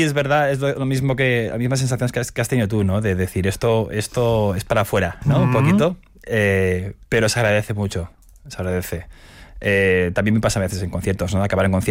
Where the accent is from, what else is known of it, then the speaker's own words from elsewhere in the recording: Barcelona, Catalonia, Spain; Pues, hombre, vengo de Barcelona y, lógicamente, pues hay cosas ahí con tema político